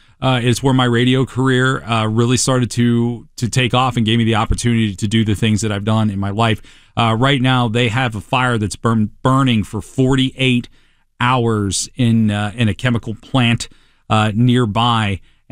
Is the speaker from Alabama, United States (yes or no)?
no; Pittsburgh, Pennsylvania, United States; moved away; also born or lived in Parkersburg, West Virginia; I grew up in Pittsburgh, a steel town, shift work.